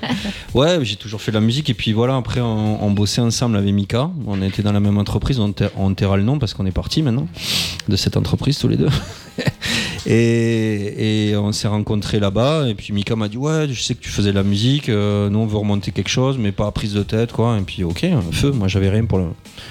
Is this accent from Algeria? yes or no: no; Occitanie, France; Moi je viens du Couserans aussi, donc.